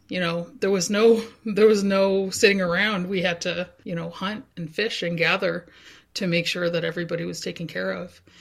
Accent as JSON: {"language": "English", "region": "New Brunswick", "country": "Canada", "also_born_or_lived": "Tobique First Nation", "said": "I'm from Woodstock First Nation on my mom's side and Tobik First Nation on my dad's side. I grew up with my grandmother most of the time."}